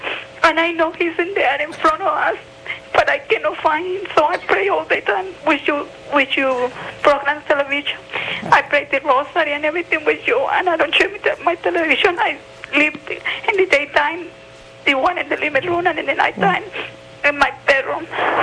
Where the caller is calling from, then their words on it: Wisconsin, United States; I'm from Wisconsin.